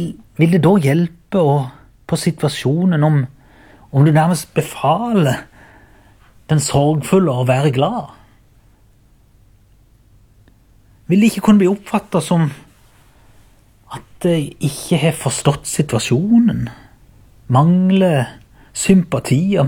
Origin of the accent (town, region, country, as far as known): Byremo, Agder, Norway